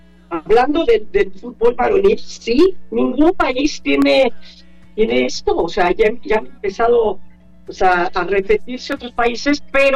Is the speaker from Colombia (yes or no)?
no; Mexico; iba a aprender como somos los mexicanos.